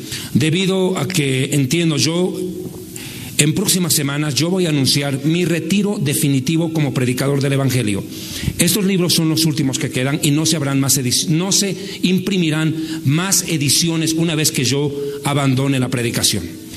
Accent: Bolivia; moved away; lo justo es que yo venga a Bolivia y me despida ante mis paisanos

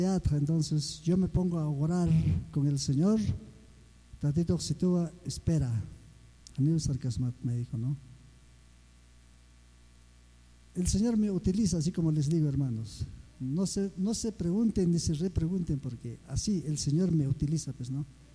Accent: Mazocruz, Puno, Peru; Yo soy de Mazocruz. Yo soy

